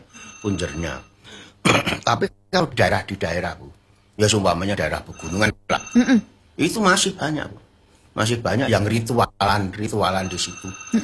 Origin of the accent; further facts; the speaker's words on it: Boyolali, Central Java, Indonesia; Saya kan orang Boyolali. Jadi Merapi, Merbabu, sampai Batur, Selongsor-Selongdur, itu sesajinya mesti Tumpeng Tunggorono.